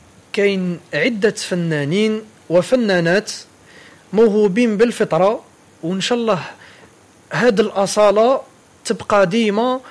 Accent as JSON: {"language": "Arabic", "town": "Constantine", "region": "Constantine Province", "country": "Algeria", "tie": "born or raised there", "said": "المالوف عنده معزه في قلبي من الصغر لانه تربينا عليه وكبرنا باللي هذا هو الهويه الثقافيه لمدينتي القسنطينه العزيزه عليا"}